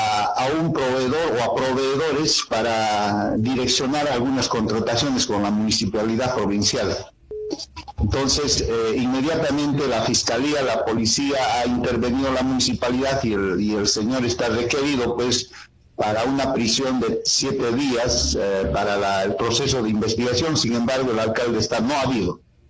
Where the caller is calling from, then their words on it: La Convención province, Cusco, Peru; acá, por lo menos en la provincia, la Convención